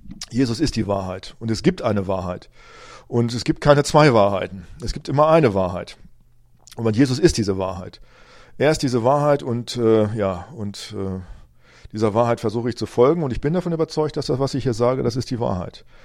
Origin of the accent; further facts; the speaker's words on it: Rinteln, Lower Saxony, Germany; ich hoffe dann auch in meiner alten Heimatgemeinde in Rinteln, dass dort die Türen aufgehen und ich reden kann